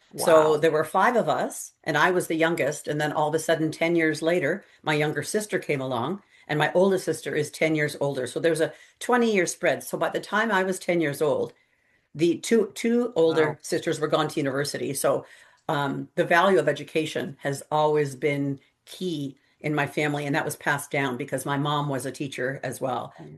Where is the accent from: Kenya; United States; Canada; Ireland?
Canada; born there; we had a few Indigenous teachers, and then we had a lot of non-Indigenous teachers who didn't live on our res, but who came to our res.